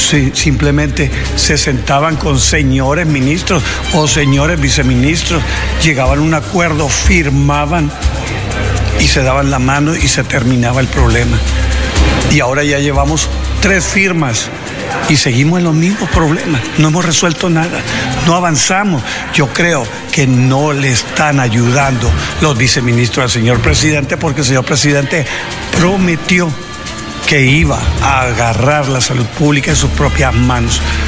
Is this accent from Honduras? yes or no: yes; Honduras; un contraste que como hondureño no nos deja muy satisfechos.